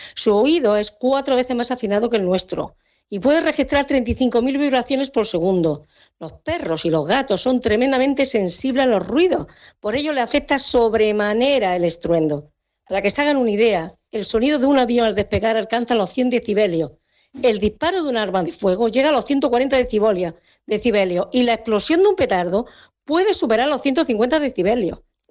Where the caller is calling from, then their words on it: Aguadulce, Andalusia, Spain; soy vecina de Agua Dulce